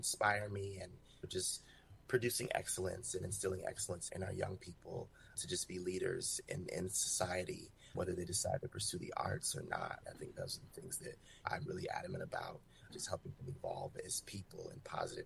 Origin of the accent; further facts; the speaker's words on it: Anchorage, Alaska, United States; now in New York, United States; I'm not originally from New York. You won't guess. You won't believe this, but I'm from Anchorage, Alaska.